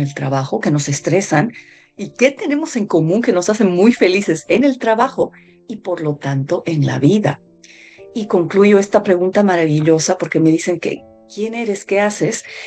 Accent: Bolivia; now in Hawaii, United States

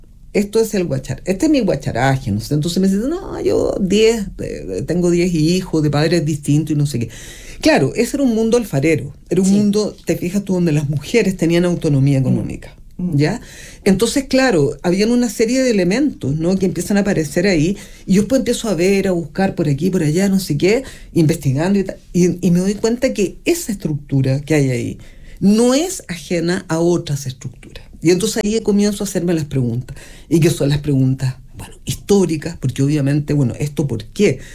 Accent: Chile

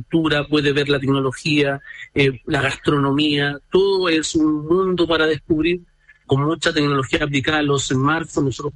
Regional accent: Chile; nosotros como chilenos

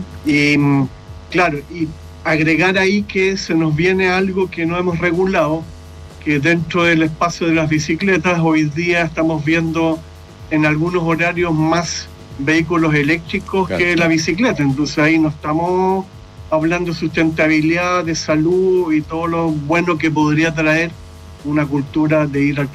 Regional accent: Valparaíso, Chile; born there; yo soy nacido en Valparaíso. Mi padre era de origen alemán.

